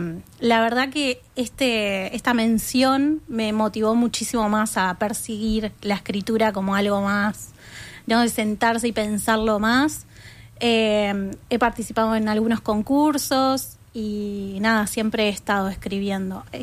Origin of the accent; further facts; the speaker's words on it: Argentina; now in Uruguay; En mi caso, que yo soy argentina, también tuve la oportunidad de participar, ¿no? Como estudiante de la UDELAR.